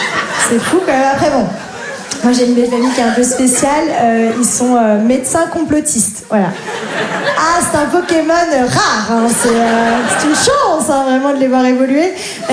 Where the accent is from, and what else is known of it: Grand Est, France; born or raised there